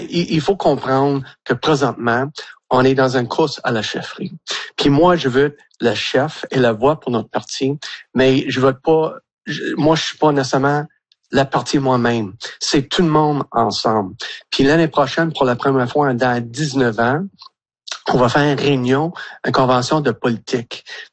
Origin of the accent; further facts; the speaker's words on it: Petit-Cadillac, Quebec, Canada; Puis moi, je suis natif de Petit-Cadillac, puis même dans les années 70-80, un petit village de 15-16 personnes, on avait une piscine municipale.